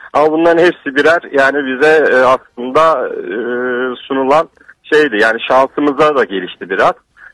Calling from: İzmir, Turkey; İzmir'den arıyorum ben.

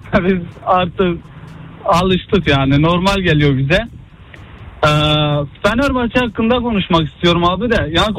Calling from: Istanbul, Turkey; Galatasaraylıyım abi. İstanbul Esenyurt'tan arıyorum abi.

